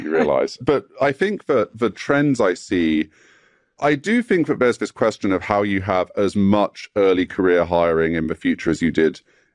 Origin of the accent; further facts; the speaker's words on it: England, United Kingdom; Yes, as an Englishman, it fills me with such joy to be asked about sex on